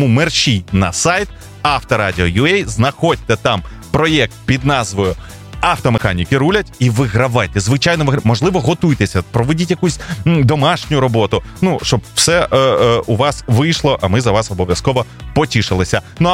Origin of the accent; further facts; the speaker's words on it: Zhytomyr, Zhytomyr Oblast, Ukraine; moved away; Коли телефонуєш в Житомир, якщо не потрапляєш на маму, то потрапляєш все одно на своїх людей.